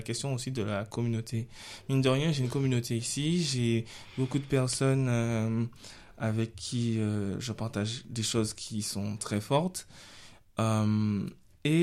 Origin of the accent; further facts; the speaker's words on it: Martinique; now in France; Je vais rentrer chez moi en Martinique